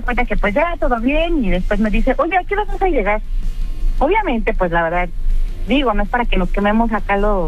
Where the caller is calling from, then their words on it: Nicolás Romero, State of Mexico, Mexico; de Nicolás Romero.